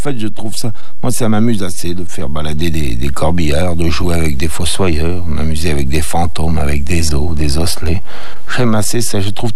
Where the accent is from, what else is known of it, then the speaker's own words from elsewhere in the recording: Sète, Occitanie, France; j'ai bien mérité de ma ville natale